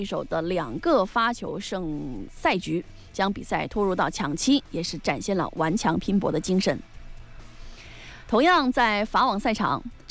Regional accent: Hubei, China; 更是咱们湖北人团结拼搏的精气神儿

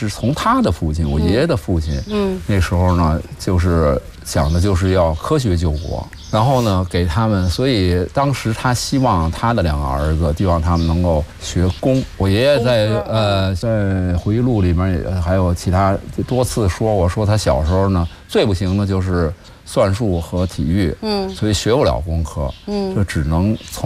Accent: Beijing, China; 所以我是在北京长大的。

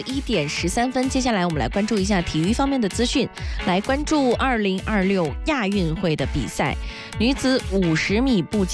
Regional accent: Hangzhou, Zhejiang, China; 你可以参加属于我们杭州人自己的运动会。

